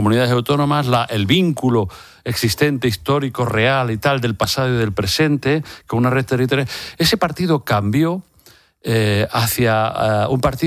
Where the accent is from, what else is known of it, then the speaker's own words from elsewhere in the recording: Extremadura, Spain; En Andalucía, por supuesto, pero es que ha llegado hasta Extremadura, hasta mi tierra.